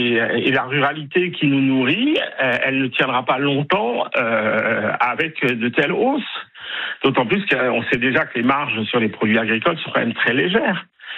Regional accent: Grand Est, France; Je suis alsacien, j'ai toujours pas digéré la fermeture de la centrale de Fessenheim.

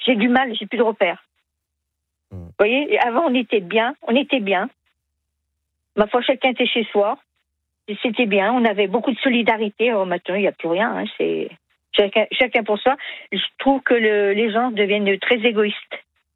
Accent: Vallon-Pont-d'Arc, Auvergne-Rhône-Alpes, France; Je suis plutôt issue de l'Ardèche.

